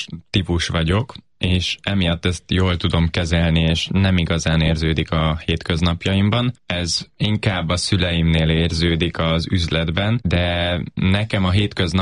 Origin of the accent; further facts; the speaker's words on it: Hungary; accent: Hungarian school accent; now in England; Nem is egyértelmű amerikai akcentusom van, hanem magyarországi iskolai akcentus